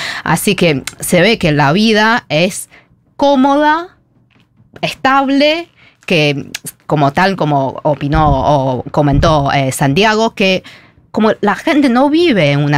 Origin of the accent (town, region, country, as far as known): China